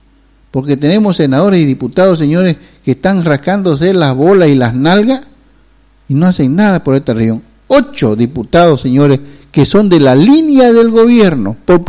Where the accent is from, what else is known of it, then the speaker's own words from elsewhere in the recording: eastern lowlands, Bolivia; Pero soy camba.